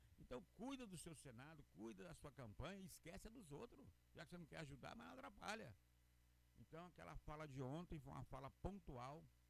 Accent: Brazil; todos nós que somos brasileiros

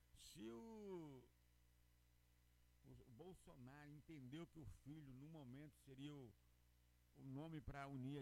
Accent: Brazil; todos nós que somos brasileiros

